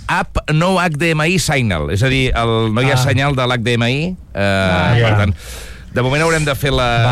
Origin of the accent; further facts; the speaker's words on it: Catalonia, Spain; som catalans